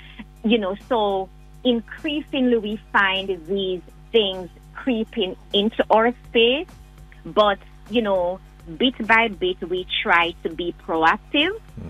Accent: Jamaica; I am from Moko, and I proudly say that.

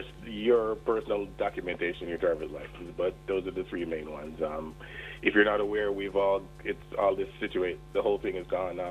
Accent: Jamaica; I'm Jamaican.

